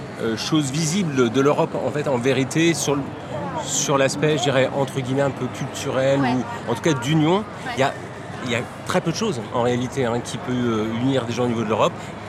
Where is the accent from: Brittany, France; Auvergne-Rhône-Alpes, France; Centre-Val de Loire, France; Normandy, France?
Brittany, France; now in Paris, France; Moi, je suis un petit Breton qui vit à Paris. Parisien, donc, aujourd'hui.